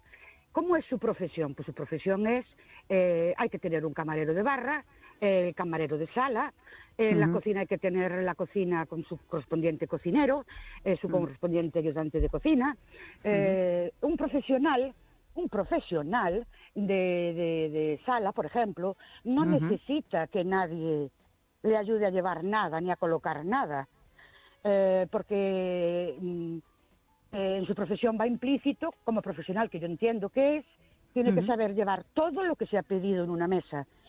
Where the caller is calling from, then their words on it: Ourense, Galicia, Spain; Buenas noches … de Ourense.